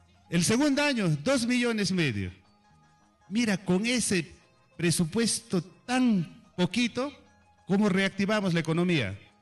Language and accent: Spanish; Fitzcarrald Province, Ancash, Peru; los hijos fitzcarralinos queremos el desarrollo de esta hermosa provincia.